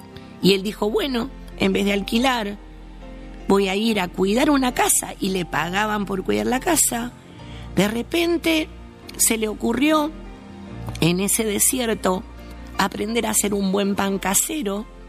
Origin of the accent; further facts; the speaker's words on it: Villa Ángela, Chaco, Argentina; moved away; soy de la ciudad de Villa Ángela, en el Chaco, oriunda de Villa Ángela, así se dice, ¿no? Oriunda, vengo de ahí, del medio del Chaco. Bueno, en mi época que estuve ahí, cuando era chiquita